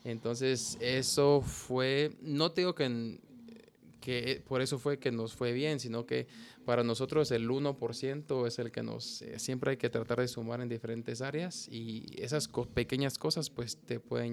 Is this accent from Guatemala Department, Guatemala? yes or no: yes; Guatemala City, Guatemala Department, Guatemala; como buen guatemalteco. Yo, bueno, crecí ahí por la Universidad de San Carlos